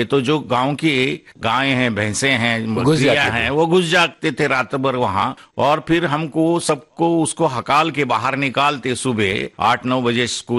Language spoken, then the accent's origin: Hindi; Maharashtra, India; born or raised there; moved away